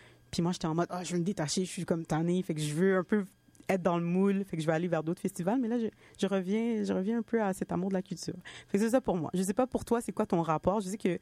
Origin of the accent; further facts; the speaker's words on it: Montreal, Quebec, Canada; born there; Puis moi, je suis née à Montréal.